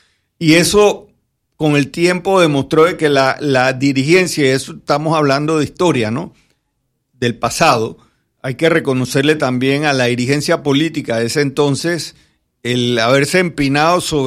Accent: Panama; nosotros como panameños

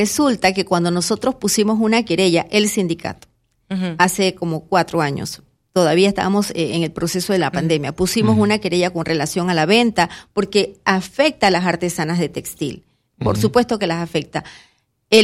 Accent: Panama

